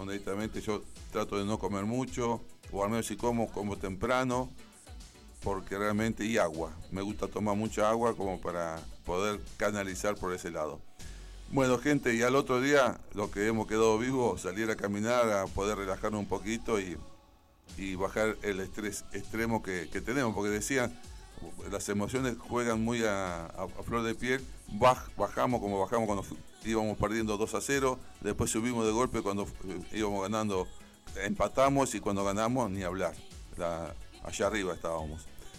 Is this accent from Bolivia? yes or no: no; Argentina; esa unión que tenemos que tener como argentinos en todas las cosas